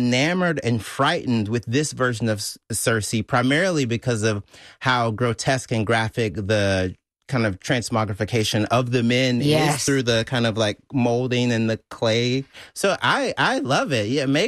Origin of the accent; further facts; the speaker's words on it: United States; I grew up in America during the age of, sad to bring it up, but school shootings.